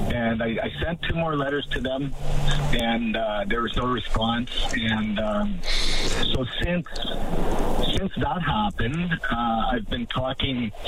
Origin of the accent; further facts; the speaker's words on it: St. Paul, Alberta, Canada; So St. Paul is my hometown, Courtney. Mm-hmm. Growing up in St. Paul, my relatives, my uncles, my aunties, my grandparents, no great uncles and aunts and stuff like that, they always talked about St. Paul the Métis and how it was taken.